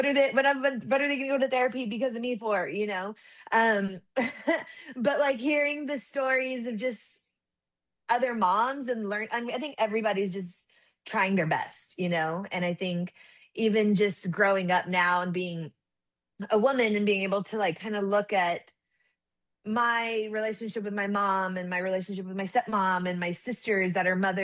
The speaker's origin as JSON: {"language": "English", "town": "San Antonio", "region": "Texas", "country": "United States", "tie": "born or raised there", "said": "growing up in San Antonio, I think there's a pretty big generation of people who do not speak Spanish because of things that our parents went through. And so I think part of that is why my dad didn't speak Spanish"}